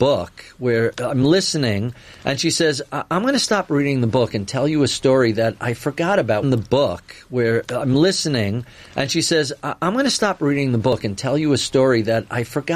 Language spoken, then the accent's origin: English; New York, United States; And I'm a New Yorker. I tend to talk fast.